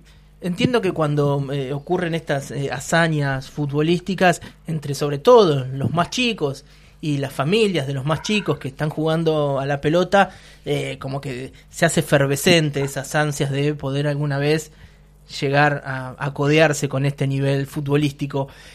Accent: Argentina

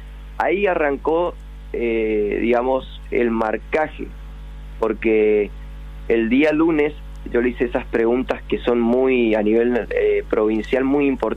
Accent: Capitán Solari, Chaco, Argentina; Soy de Capitán Solari, un pueblo acá en el Chaco, en el interior. Uh-huh. Es portal del Parque Nacional.

